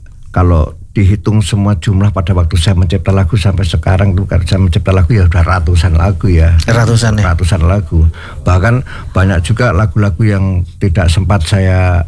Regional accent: Solo, Central Java, Indonesia; now in Jakarta, Indonesia; saya menciptakan lagu itu setelah saya hijrah ya, habis dari kota Solo ke Jakarta. Hampir rata-rata lagu-lagu saya itu saya ciptakan yang ada di Jakarta

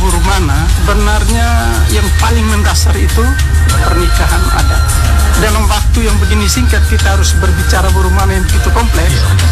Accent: Wolotopo, East Nusa Tenggara, Indonesia; macam kami di Boltopo, misalnya saya suku Atarobo

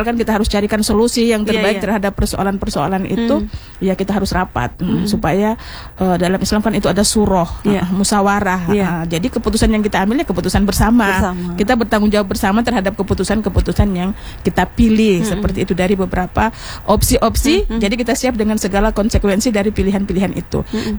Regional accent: Southeast Sulawesi, Indonesia; Memang saya suku Munan tapi kita besar di sini.

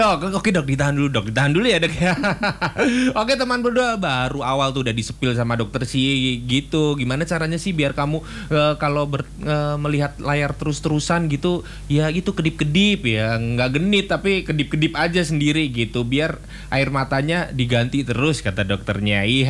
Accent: Semarang, Central Java, Indonesia; Iya, dan kebetulan juga aku dari Semarang ya.

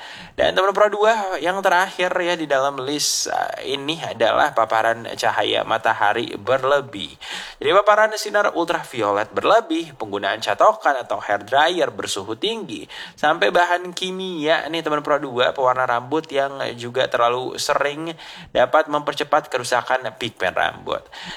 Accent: Indonesia; karena kita orang Indonesia, kita orang Asia

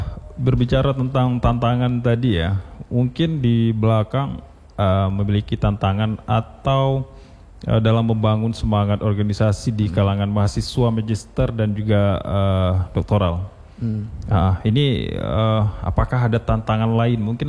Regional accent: Indrapuri, Aceh, Indonesia; Oke, ngomong-ngomong tadi orang Indrapuri ya. Saya juga dari Indrapuri.

